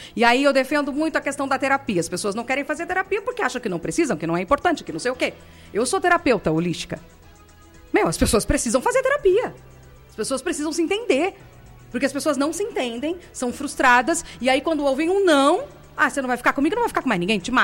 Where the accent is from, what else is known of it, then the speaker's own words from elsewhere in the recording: Limeira, São Paulo, Brazil; born there; na cidade de Limeira, que é a cidade que eu amo, que é a cidade onde eu nasci, é onde eu estou e quero continuar.